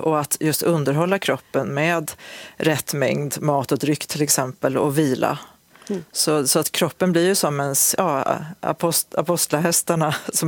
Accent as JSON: {"language": "Swedish", "town": "Osebol", "region": "Värmland", "country": "Sweden", "tie": "born or raised there", "said": "när jag gick från Karlstad till Osebol där jag växte upp"}